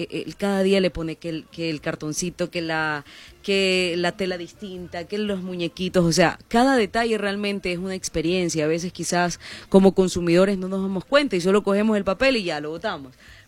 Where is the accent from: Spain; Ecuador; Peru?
Ecuador